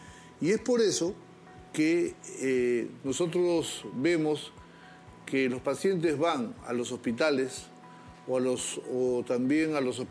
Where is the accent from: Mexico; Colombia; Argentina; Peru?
Peru; no tocaré las puertas para presentar como peruano, como ciudadano, una salida a estos problemas.